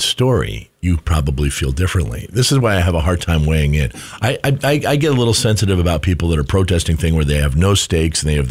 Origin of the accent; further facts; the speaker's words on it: United States; as an American citizen